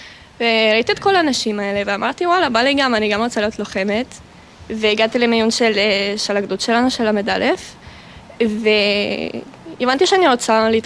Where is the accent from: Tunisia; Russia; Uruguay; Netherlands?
Russia; Saint Petersburg; Hebrew is a second language; now in Israel; כן, עליתי מרוסיה מסנקט פטרבורג, שזה עיר מאוד מאוד יפה.